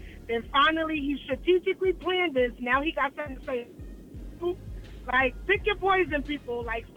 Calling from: New York, United States; I'm going to say this as a New Yorker.

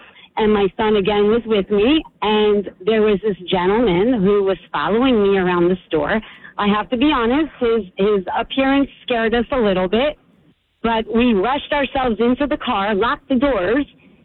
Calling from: Howell, New Jersey, United States; Hey, hi. I'm from Howell.

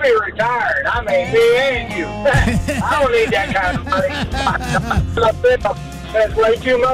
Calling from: Hopkinsville, Kentucky, United States; Hopkinsville, Kentucky.

